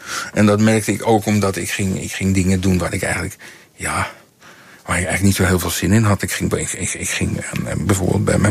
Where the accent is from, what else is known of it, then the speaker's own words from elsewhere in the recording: Netherlands; born there; Ja, want ik ben in Nederland geboren.